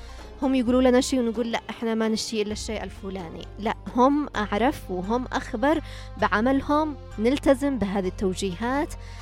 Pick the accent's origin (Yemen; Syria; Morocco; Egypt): Yemen; تليق بنا كيمنيين